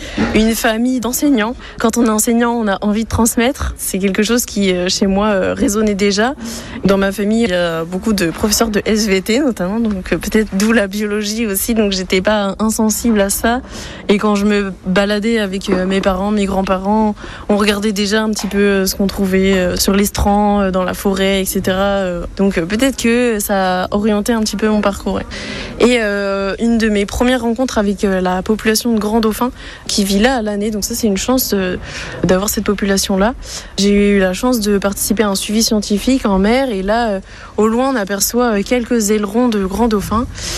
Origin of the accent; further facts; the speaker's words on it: Brest, Brittany, France; J'ai grandi à Brest et j'étais tout le temps en train de me promener sur les littoraux, de regarder mon environnement.